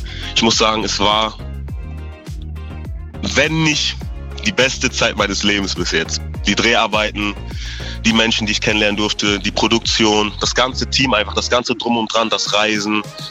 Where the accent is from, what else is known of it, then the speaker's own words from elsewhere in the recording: Münster, North Rhine-Westphalia, Germany; Ja, ich bin in Münster geboren. Ich wurde in der UKM geboren und bin Münsteraner since day one.